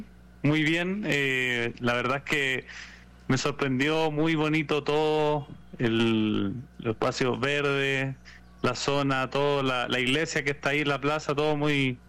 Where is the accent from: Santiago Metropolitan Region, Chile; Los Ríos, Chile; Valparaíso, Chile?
Valparaíso, Chile; now in Colombia; Desde Valparaíso estamos acá en Santa Rosa.